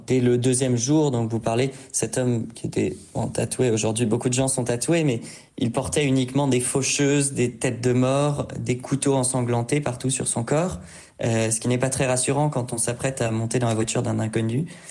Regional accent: France; Jamais je n'ai ouvert ma porte, chez moi en France, à un inconnu, en disant, vous êtes ici, chez vous.

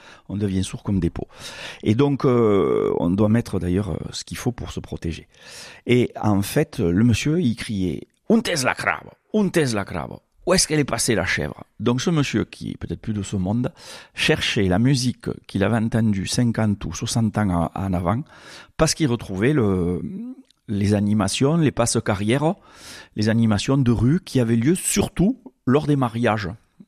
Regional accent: Occitanie, France; chez nous dans le Tarn ou l'Aude

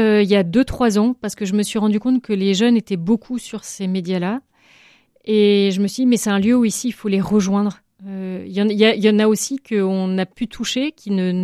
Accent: Brittany, France; D'abord, j'étais contente de revenir dans ma région d'origine. Et puis, toute la vie apostolique qui est à Brest est très riche.

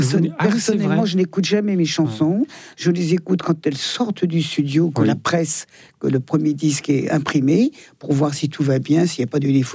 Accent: Auvergne-Rhône-Alpes, France; Je suis plus savoyarde que française. français, d'ailleurs. Oui. D'ailleurs, les Savoyards, on est français depuis 150 ans. Faut pas l'oublier.

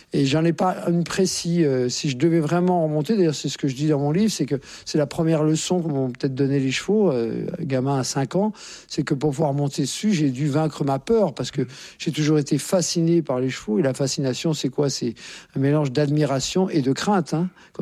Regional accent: Courbevoie, Île-de-France, France; born there; mais je suis né à Courbevoie, donc ce n'est pas une région... comme chacun sait, qui ne pullule pas de chevaux.

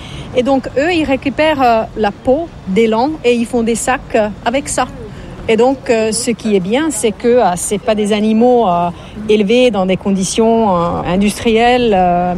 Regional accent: Turku, Southwest Finland, Finland; French is a second language; Non, je viens de Turku.

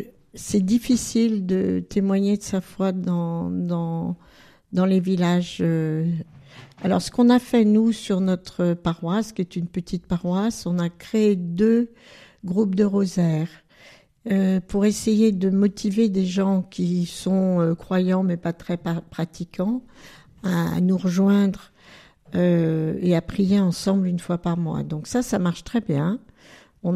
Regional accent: Paris, Île-de-France, France; moved away as an adult; moi je suis un oiseau de ville puisque je suis parisienne au départ. J'ai pris ma retraite dans cette région.

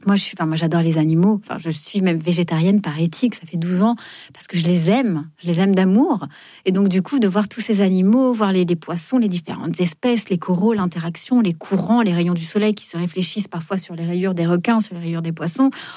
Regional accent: Fontainebleau, Île-de-France, France; Moi, je viens de Fontainebleau.

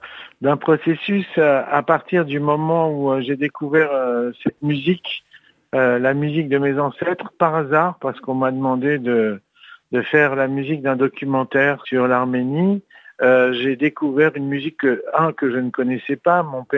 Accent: Lyon, Auvergne-Rhône-Alpes, France; born there; moi je suis né à Lyon

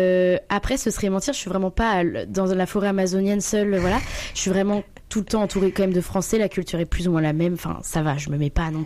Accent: northern France, France; surtout que je viens encore une fois du Nord

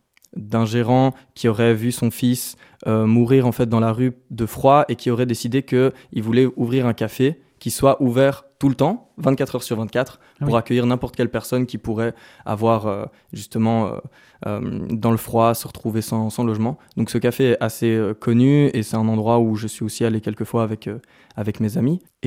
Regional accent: Namur, Wallonia, Belgium; Mais comme je venais de Namur, Namur est une ville qui est petite et familière et qui est assez intime.

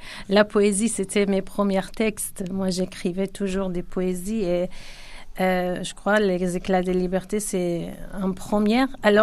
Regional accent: Kurdistan, Iran; first language Kurdish; French is a second language; moved away as an adult; now in France; moi, je suis née en Iran, j'ai d'origine kurde.

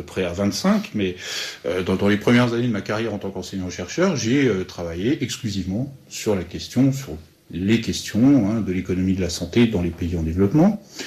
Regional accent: Dijon, Bourgogne-Franche-Comté, France; born or raised there

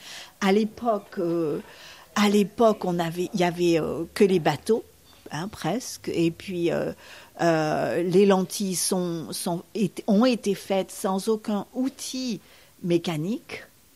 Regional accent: Saint-Paul-de-Vence, Provence-Alpes-Côte d'Azur, France; moved away as an adult; also born or lived in Nice; now in Key West, United States; je suis du sud de la France. Je suis née à Nice et élevée à Saint-Paul-de-Vence, donc j'aimais le soleil et la mer.

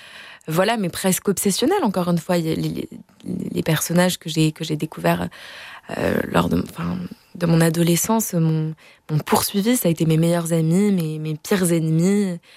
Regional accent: Marseille, Provence-Alpes-Côte d'Azur, France; Je suis marseillaise.

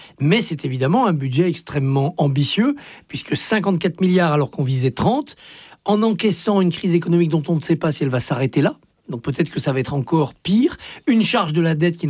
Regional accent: Auvergne-Rhône-Alpes, France; 2030, puisque je suis des Hauts-de-Savoie.

